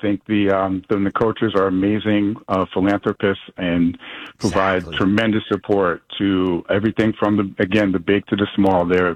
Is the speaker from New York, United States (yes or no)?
yes; New York City, New York, United States; I'm a proud son of West Brighton, Staten Island. I grew up in West Brighton Project.